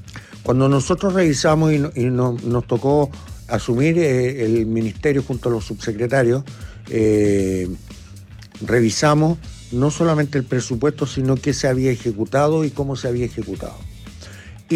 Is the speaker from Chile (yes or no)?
yes; Chile; de todos los chilenos.